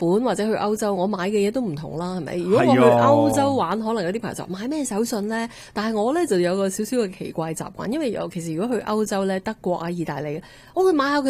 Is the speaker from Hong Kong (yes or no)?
no; Canada; 我哋加拿大人